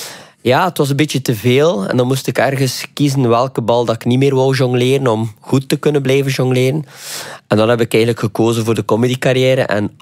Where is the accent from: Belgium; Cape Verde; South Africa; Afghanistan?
Belgium; Ostend, Flanders; Ik ben een Oostendenaar.